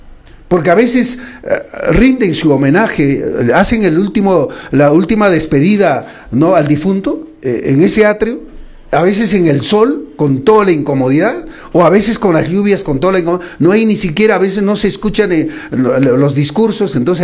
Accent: Calca, Cusco, Peru; Nosotros somos capital del Valle Sagrado.

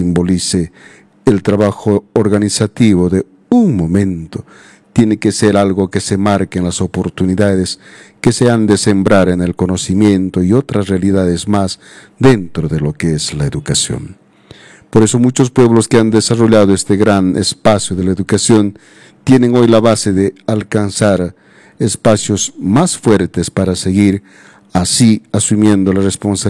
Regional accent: Peru; nuestra patria, el Perú

